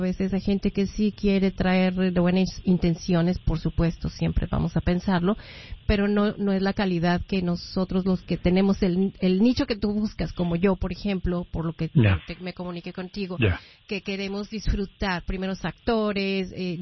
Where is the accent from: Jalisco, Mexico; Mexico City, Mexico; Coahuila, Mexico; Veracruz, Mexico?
Mexico City, Mexico; yo soy de la Ciudad de México